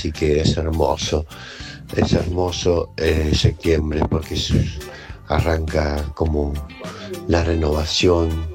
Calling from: San Martín, Buenos Aires Province, Argentina; Hola, Radio Latina, ¿cómo estamos? … de San Martín y Bellán.

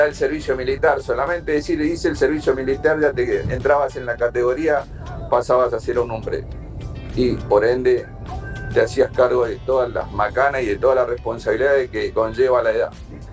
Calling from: Lomas de Zamora, Buenos Aires Province, Argentina; soy de Loma de Zamora.

